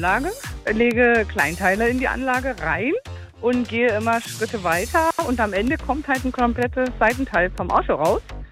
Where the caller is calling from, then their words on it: Sassenburg, Lower Saxony, Germany; Aus Stühle, Sassenburg.